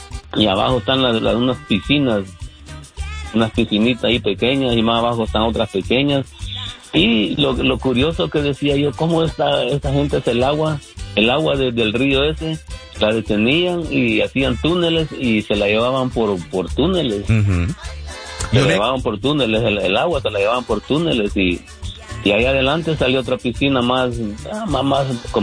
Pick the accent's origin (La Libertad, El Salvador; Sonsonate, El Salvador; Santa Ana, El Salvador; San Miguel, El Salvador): Sonsonate, El Salvador; No, lo que pasa es que pues soy de esa área, ¿verdad? Y yo me daba cuenta, ¿y por qué allá abajo le dicen los tres ríos?